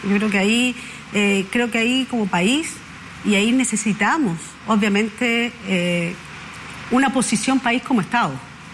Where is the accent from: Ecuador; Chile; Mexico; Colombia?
Chile; Y yo creo que nosotros tenemos que como chilenos, buscar la mejor convivencia entre todos pensando en el bien de Chile.